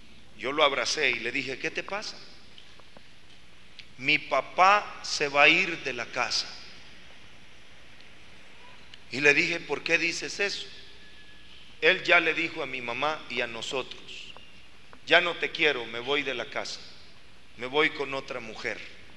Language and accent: Spanish; Guatemala